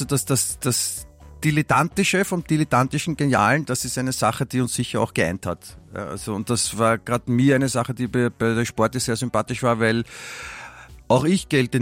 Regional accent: Stuttgart, Baden-Württemberg, Germany; born there; und ich bin ja in Stuttgart geboren

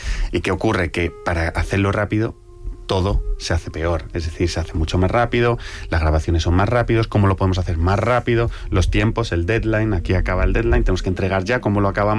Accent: Italy

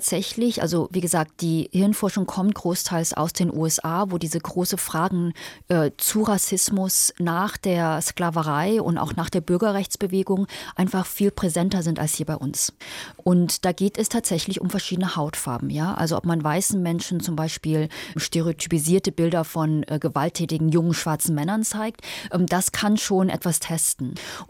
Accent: Germany; also born or lived in England; ich bin ja asiatische Deutsche, aber auch durch den migratorischen Hintergrund meiner Eltern, die aus China kommen

